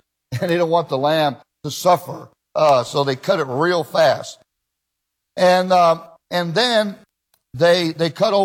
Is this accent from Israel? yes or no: yes; Israel; Now, when I was in Israel, I grew up in Israel, all my young life